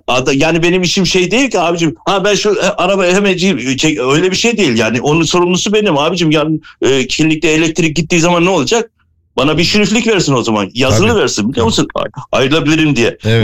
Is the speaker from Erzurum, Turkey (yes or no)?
yes; Erzurum, Turkey; Ben Erzurumluyum.